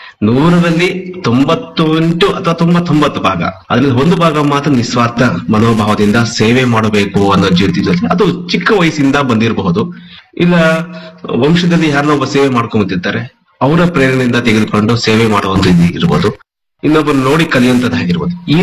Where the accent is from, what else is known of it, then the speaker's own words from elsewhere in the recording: Kolar, Karnataka, India; ನಾನು ಮೂಲತಃ ಕೋಲಾರ.